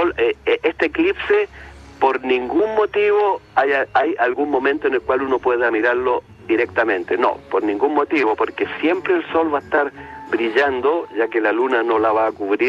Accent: Rengo, O'Higgins, Chile; moved away; saludo a mi ciudad natal de Rengo, que nunca la he olvidado.

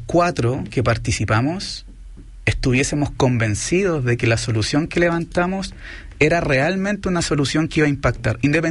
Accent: Valdivia, Los Ríos, Chile; soy del sur, soy de Valdivia

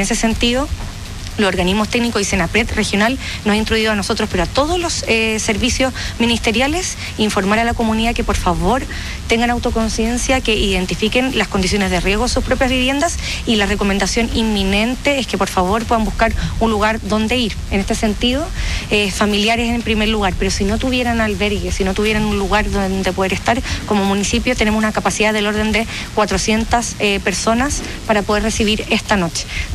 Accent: Viña del Mar, Valparaíso, Chile; somos viñamarinos, tenemos historia de desastre en Chile, somos súper chilenos

